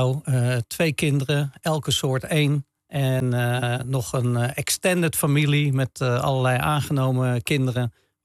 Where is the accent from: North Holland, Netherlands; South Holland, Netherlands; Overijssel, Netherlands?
North Holland, Netherlands; Amsterdam; also born or lived in Velsen; now in Haarlem, Netherlands; Ja, ik ben uiteindelijk opgegroeid in Amsterdam. We zijn naar Amsterdam-Zuid gegaan. En daar heb ik de rest van mijn leven, althans daar ben ik getogen. School in Amstelveen. Maar opgegroeid in Amsterdam en uiteindelijk weer in Kennemerland terechtgekomen